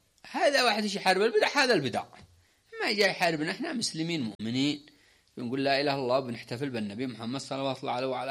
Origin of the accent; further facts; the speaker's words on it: Yemen; إحنا في الأول والأخير إحنا يمنيين